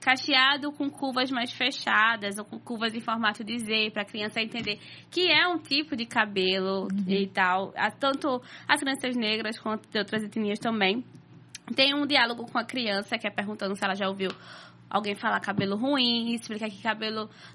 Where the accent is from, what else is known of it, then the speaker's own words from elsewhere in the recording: Aliança, Pernambuco, Brazil; em Aliança, que é onde eu cresci, Zona da Mata Norte.